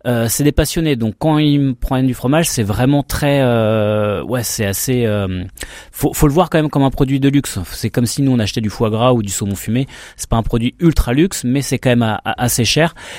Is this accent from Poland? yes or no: no; France; moved away as an adult; also born or lived in Japan; étant fils et petit-fils de crémier fromager, en tant que bon français